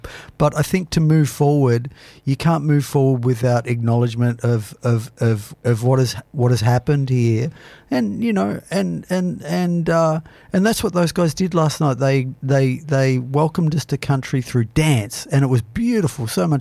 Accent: Australia; being Australian

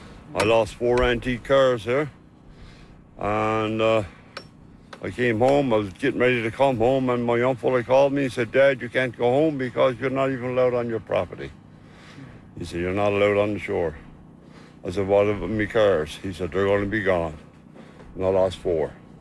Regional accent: Salmon Cove, Newfoundland and Labrador, Canada; I'm from Prairie Scove and Salmon Cove.

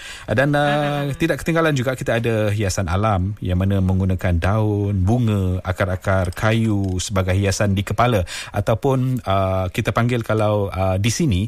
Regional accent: Semai area, Malaysia; accent: Semai; Jadi saya dialek Semai lah.

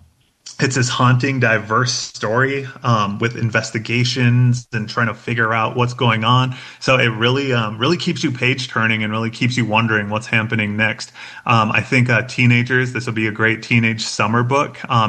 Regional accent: Red Lake, Minnesota, United States; now in Denver, United States

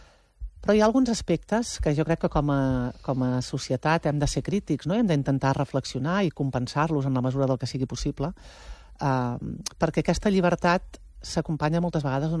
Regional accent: Prats de Lluçanès, Catalonia, Spain; Clar, tio, és que jo soc de Prats

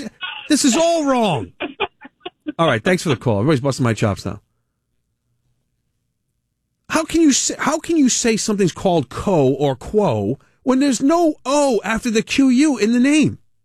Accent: Rhode Island, United States; I'm born and raised in Rhode Island.

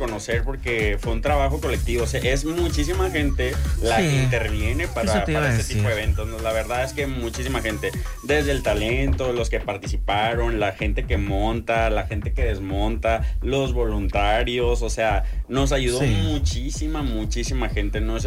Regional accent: Sonora, Mexico; moved away as an adult; now in Puerto Vallarta, Mexico; Yo soy de Sonora. Tengo acá en Puerto Vallarta casi 8 años

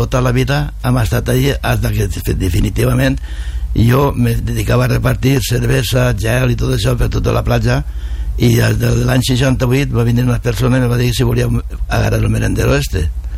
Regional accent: Moncofa, Valencian Community, Spain; also born or lived in La Vilavella; mon pare era de Vilavella, jo soc nascut en Vilavella també, i mon pare venia a treballar a la mar de Moncofa, i moratos, jo tenia 5 anys quan vaig vindre

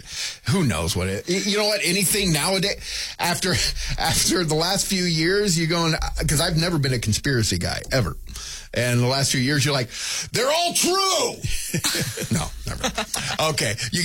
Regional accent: Bend, Oregon, United States; born there; I grew up, my dad restored cars. That's what his job was. He was a body guy and he restored cars. He won Best in Show here in town for a few things. And I'm from Bend, Oregon

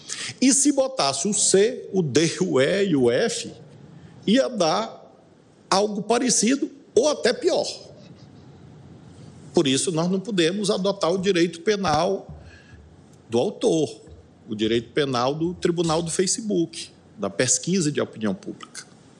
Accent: Brazil; me incomoda como brasileiro e como magistrado, magistrado desse tribunal

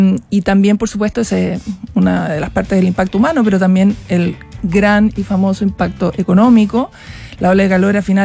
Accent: Chile; yo llegué como buena chilena

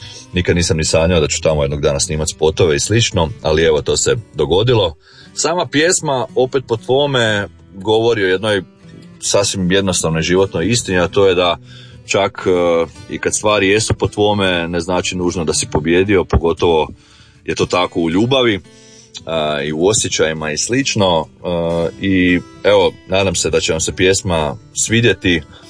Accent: Belišće, Osijek-Baranja County, Croatia; snimanje u palači Gutman u Belišću, to je jedna prekrasna palača u mom rodnom gradu i uvijek sam ju kao klinac gledao

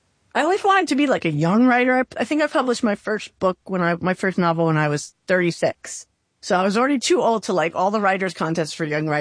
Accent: Bergen County, New Jersey, United States; moved away as an adult; also born or lived in San Francisco / Mississippi; So, I'm from Bergen County, New Jersey. And so I never wanted, I'm in New Jersey now, by the way, and I never wanted to go back to New Jersey ever.

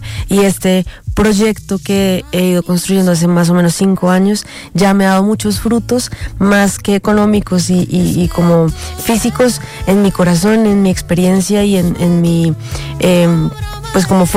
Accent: Bogotá, Colombia; Yo soy bogotana, como decías tú.

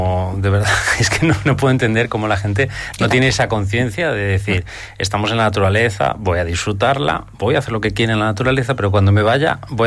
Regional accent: Córdoba, Andalusia, Spain; moved away; Y yo soy cordobés, ya sabes que me cuesta el frío

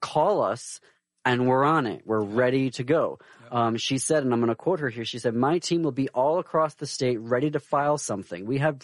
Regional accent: Michigan, United States; And obviously I come from Michigan, and so it's been really interesting to sort of dive back into what's happening there.

